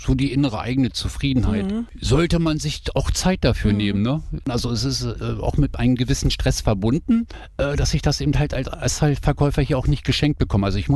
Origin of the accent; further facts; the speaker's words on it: Lower Saxony, Germany; born there; Ich bin in der Ecke geboren, wo auch die Schenkers herkommen.